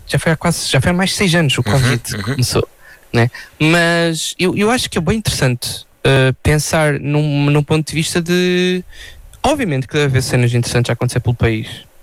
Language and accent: Portuguese; Portugal; eu vou dar um exemplo da minha terra, Cocoxães.